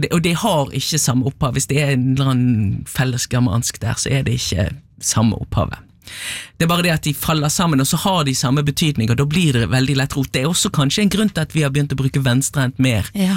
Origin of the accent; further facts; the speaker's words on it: Bergen, Vestland, Norway; nå skal jeg som bergenser arbeide litt med å si, kjeiva.